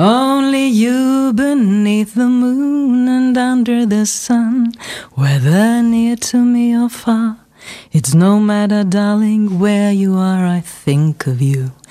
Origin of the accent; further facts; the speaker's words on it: Berlin, Germany; Ja, ich bin ja Berliner.